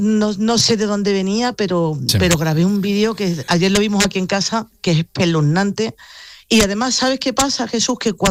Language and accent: Spanish; Granada, Andalusia, Spain; yo soy de Granada, soy una enamorada de mi tierra